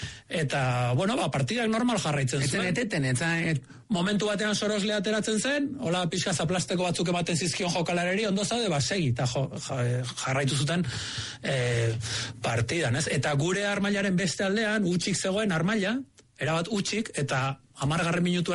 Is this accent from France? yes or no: no; Bosnia & Herzegovina; now in Spain; gerra hasi zen, gure herrian, gurasoi etxe arrezieten, lagunak hil zizkidaten, ni Zubietan nengoen entrenatzen, eta zuen etxera bueltatu nahi Bosniako gerrako notiziak entzutera.